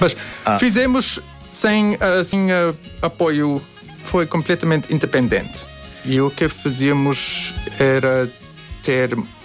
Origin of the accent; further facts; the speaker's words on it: Cape Town, Western Cape, South Africa; Portuguese is a second language; now in Porto, Portugal; Eu acho a temperatura aqui no Porto muito, muito agradável, mas porque eu vim da Cidade do Cabo.